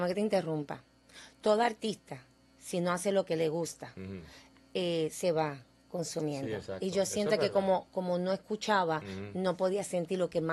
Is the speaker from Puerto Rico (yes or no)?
yes; Puerto Rico; Mi mamá era puertorriqueña, by the way. Sí, yo soy puertorriqueña.